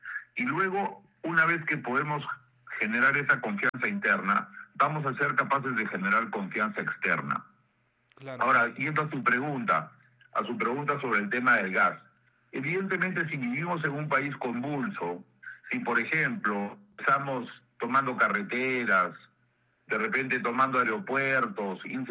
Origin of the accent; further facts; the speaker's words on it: Peru; lo más importante es que entre peruanos dejemos de pelearnos.